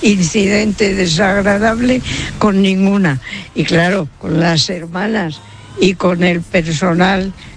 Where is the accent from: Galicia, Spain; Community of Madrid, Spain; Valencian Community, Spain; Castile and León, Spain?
Community of Madrid, Spain; Madrid; No nací aquí, soy madrileña, nací al lado de Alonso Martínez, pero llevo aquí más de 50 años.